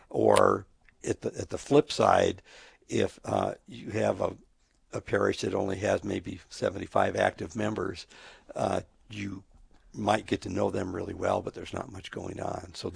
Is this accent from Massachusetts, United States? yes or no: no; Watertown, South Dakota, United States; I grew up in Watertown